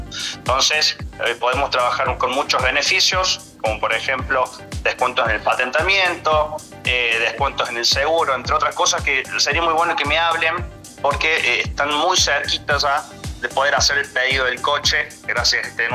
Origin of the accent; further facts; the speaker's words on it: Villa Dolores, Córdoba, Argentina; now in Córdoba, Argentina; Yo soy oriundo de Villa Dolores también. Hace muchos años me vine aquí a Córdoba.